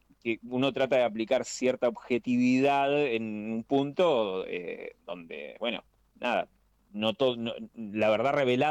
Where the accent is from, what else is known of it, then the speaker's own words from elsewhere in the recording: Buenos Aires Province, Argentina; Yo soy del conurbano de Zona